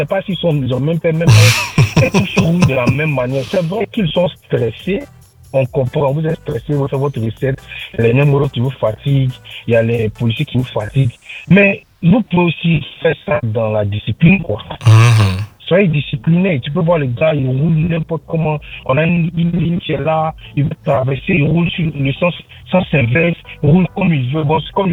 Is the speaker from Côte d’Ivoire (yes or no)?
yes; Abidjan, Côte d’Ivoire; moved away; Moi, je suis de Yopougon.